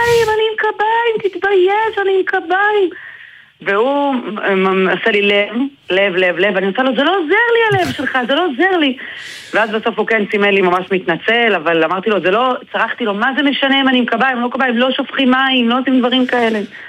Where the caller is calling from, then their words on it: Tel Aviv, Tel Aviv District, Israel; אני ואחי, מתל אביב